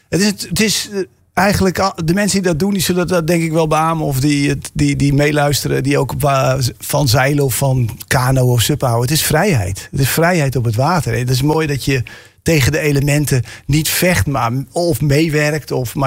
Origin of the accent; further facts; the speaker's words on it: Netherlands; Watersport is natuurlijk, dat zit in onze DNA als Nederlanders.